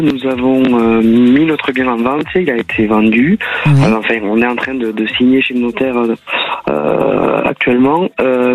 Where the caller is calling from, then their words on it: Occitanie, France; Je vous appelle du Tarn-et-Garonne.